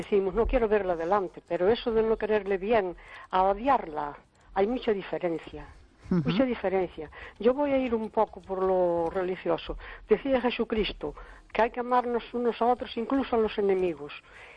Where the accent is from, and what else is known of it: Cespón, Galicia, Spain